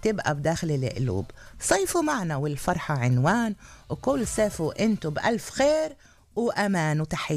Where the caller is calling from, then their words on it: Jerusalem, Palestine; تحياتي من القدس إلكو جميعا